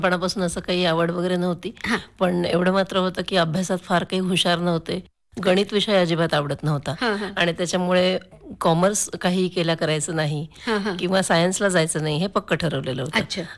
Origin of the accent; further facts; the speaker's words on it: Talegaon, Maharashtra, India; moved away as an adult; माझं माहेर तळेगावचं आहे, त्याच्यामुळे मी तळेगावहून पुण्याला कॉलेजला जायचंय.